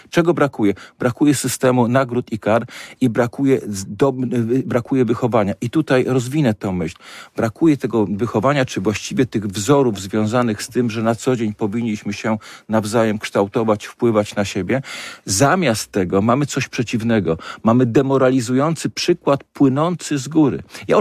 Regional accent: Poznań, Greater Poland Voivodeship, Poland; ja jestem z Dolnego Łazarza.

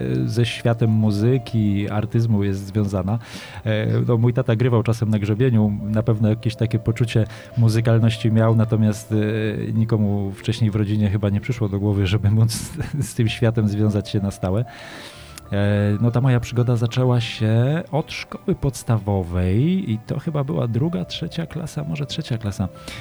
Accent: Zabrze, Silesian Voivodeship, Poland; Ja pochodzę z Zabrza

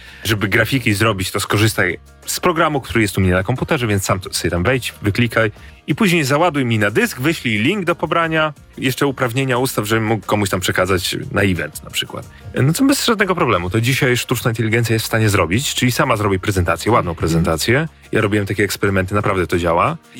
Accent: Białystok, Podlaskie Voivodeship, Poland; also born or lived in Greece; No bo tu się wychowałem. To znaczy w Grecji się urodziłem, ale w wieku 6 lat na stałe tutaj przylecieliśmy.

